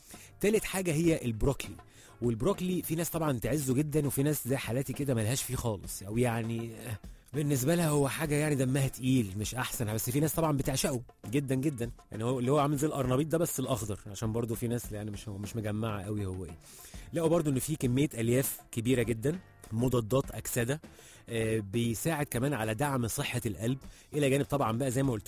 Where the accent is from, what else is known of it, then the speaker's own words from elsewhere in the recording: Egypt; واحنا كشعب مصري بيعز جدا فكرة المحاشي في العموم